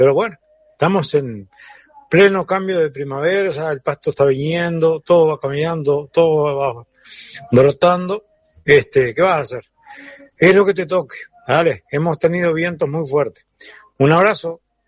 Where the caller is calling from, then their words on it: Canelones, Uruguay; Por acá, por Canelones Oeste, contralínea